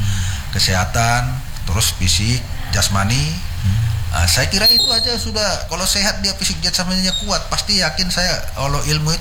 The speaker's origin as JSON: {"language": "Indonesian", "town": "Medan", "region": "North Sumatra", "country": "Indonesia", "moved": "as an adult", "lives_now": "East Kalimantan, Indonesia", "said": "seperti saya juga orang Medan"}